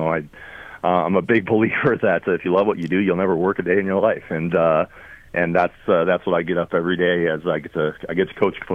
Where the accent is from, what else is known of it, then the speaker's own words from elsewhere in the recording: Pacific Northwest, United States; moved away as an adult; also born or lived in Montana; now in Sioux Falls, United States; My wife is from the area. I'm actually originally a Montana boy. I grew up in the Pacific Northwest